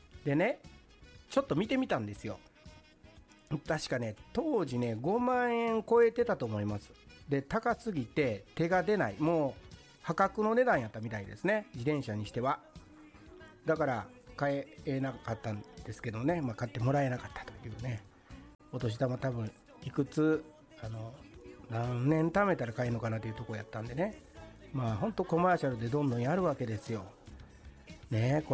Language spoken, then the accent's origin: Japanese; Kyoto, Japan; で私今京都に住んでましてね、まあ、京都出身で、19歳まではですね京都で生まれ育ってます。